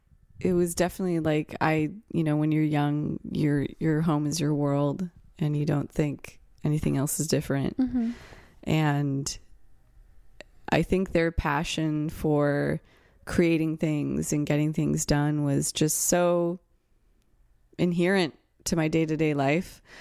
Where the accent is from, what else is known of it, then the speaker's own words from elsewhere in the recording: San Francisco, California, United States; I think the multicultural landscape I grew up in really influenced me. The fact that so many people from so many different backgrounds were here